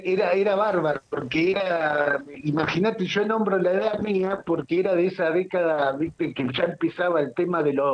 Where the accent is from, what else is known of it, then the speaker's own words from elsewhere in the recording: Avellaneda, Buenos Aires Province, Argentina; moved away as an adult; now in San Fernando, Argentina; Me nací y me crié en Avellaneda.